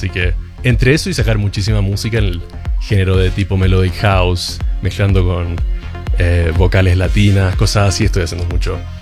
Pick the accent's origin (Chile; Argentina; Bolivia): Chile; moved away as an adult; now in London, United Kingdom; yo soy chileno, pero vivo en Europa y ahora estoy de tour en Norteamérica, así que ahora es México, próxima semana o esta semana es Estados Unidos